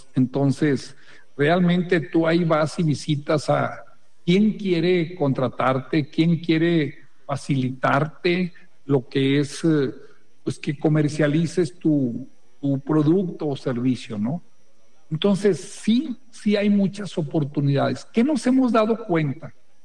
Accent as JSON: {"language": "Spanish", "country": "Mexico"}